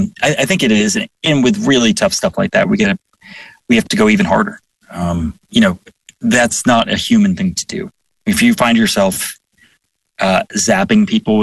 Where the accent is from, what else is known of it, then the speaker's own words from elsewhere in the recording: Chicago, Illinois, United States; I'm from Chicago. We got the bejesus beaten us out of us by people.